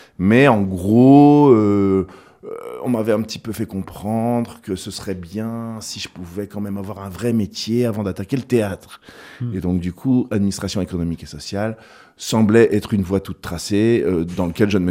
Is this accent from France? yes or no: yes; France; Je suis français. Ouais. Enfin, franco-suisse en réalité.